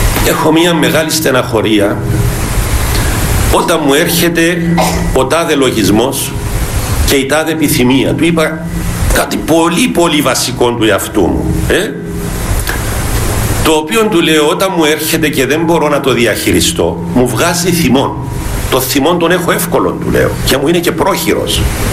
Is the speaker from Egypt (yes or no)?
no; Cyprus; τα προσφυγόπουλα της Κύπρου, φοιτητές τότε